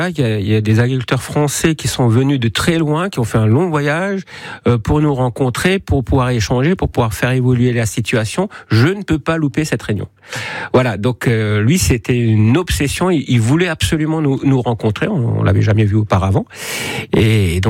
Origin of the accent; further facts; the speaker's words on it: France; chez nous en France